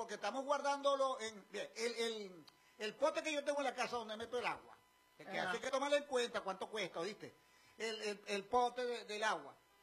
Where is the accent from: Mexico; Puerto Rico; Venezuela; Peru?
Venezuela; así somos los venezolanos, somos solidarios.